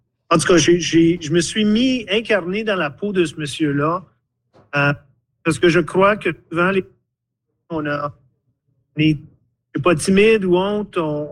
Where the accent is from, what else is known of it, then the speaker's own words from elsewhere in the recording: Ontario, Canada; Donc, en grandissant au Nord, mon père était camionneur.